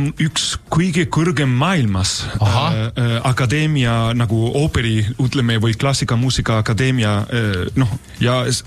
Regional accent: Madrid, Community of Madrid, Spain; Estonian is a second language; now in Estonia; kuigi no, ma olen ise Madridis pärit, aga noh, seal Kadiz mulle väga meeldib

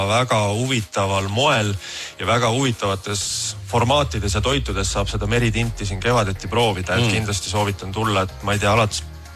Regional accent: Toila, Ida-Viru County, Estonia; now in Pärnu, Estonia; Mina tulin kunagi õppima siia Tartu Ülikooli Pärnu kolledžisse peale Toila gümnaasium.

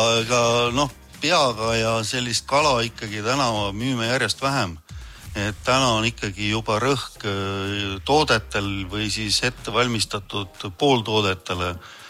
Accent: Hiiu County, Estonia; siin üles kasvanud, vanemad on hiidlased, no. Ise hiidlane.

